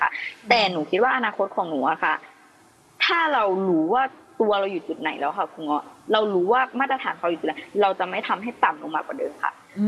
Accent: Phang Nga, Thailand; หนูต้องบอกว่าแม่หนูเป็นคนอีสานค่ะอุดรค่ะแต่พ่อต้องอยู่ภาคใต้ค่ะ

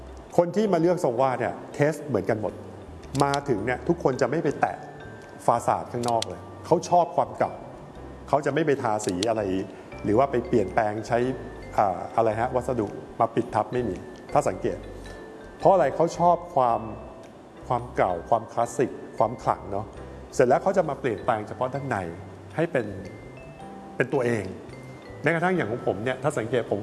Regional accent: Bangkok, Thailand; ผมก็เกิดและโตที่นี่เนาะ

